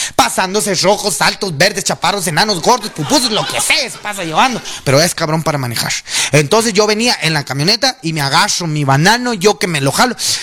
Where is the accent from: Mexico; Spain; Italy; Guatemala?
Guatemala; Ese mi pueblo, mi Guatemala linda, déjenme contarles algo. Guatemala tiene muchas cosas representativas, ¡hombre!